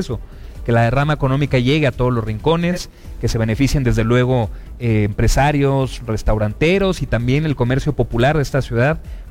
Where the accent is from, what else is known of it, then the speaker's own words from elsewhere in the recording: Mexico City, Mexico; yo soy de Coyoacán